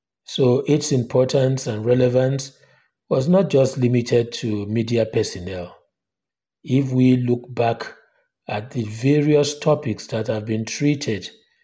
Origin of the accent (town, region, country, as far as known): Nigeria